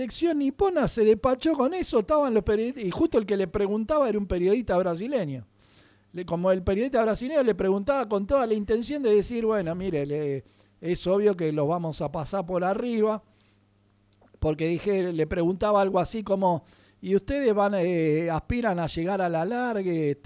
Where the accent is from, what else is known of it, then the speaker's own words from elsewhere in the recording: Uruguay; now in Argentina; la que yo viví de chico en Uruguay.